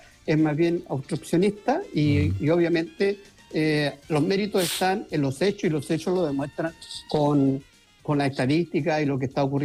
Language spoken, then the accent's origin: Spanish; Biobío, Chile; yo al menos soy del Biobío, de la zona que hoy día se pretende hacer la reconstrucción, donde ocurrieron los mega incendios